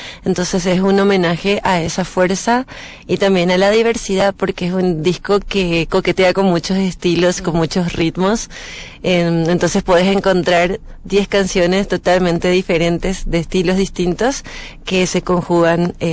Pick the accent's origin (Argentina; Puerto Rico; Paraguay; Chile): Paraguay; En guaraní, nuestro idioma nativo, nuestro idioma oficial en Paraguay, es nuestra segunda lengua.